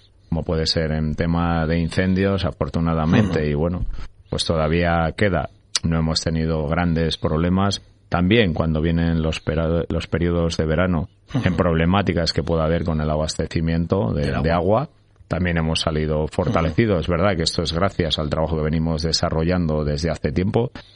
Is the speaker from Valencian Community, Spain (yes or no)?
no; Matapozuelos, Castile and León, Spain; also born or lived in Valladolid; Mi ciudad es Valladolid y mi pueblo es Matapozuelos.